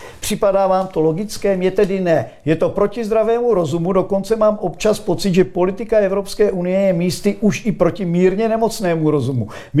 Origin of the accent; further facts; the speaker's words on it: Moravia, Czechia; Ale u nás na Moravě se říká, že ten člověk je buď to navedený, nebo hloupý, nebo zaplacený.